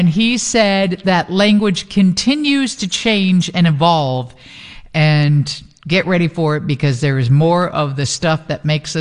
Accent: Chicago, Illinois, United States; also born or lived in Germany / France / Italy; no matter where we were stationed, Germany, France, Italy. When I went to school, everyone knew I was from Chicago.

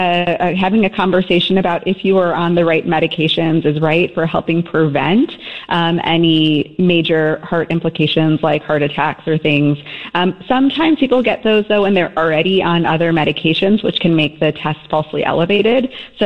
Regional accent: Chicago, Illinois, United States; I grew up in Chicago.

